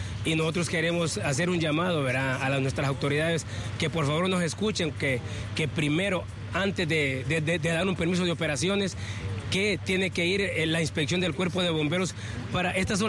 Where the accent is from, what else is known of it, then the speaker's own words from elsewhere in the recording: Honduras; nosotros tenemos la capacidad como hondureños